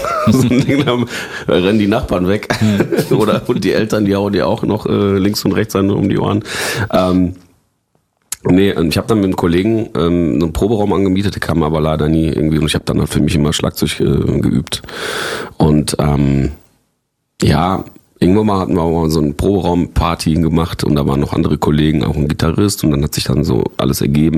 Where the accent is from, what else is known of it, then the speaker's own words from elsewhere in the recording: Poland; born there; als ich bin ja in Polen geboren und als ich so 5 war, so hat meine Cousine im Klavier gehabt.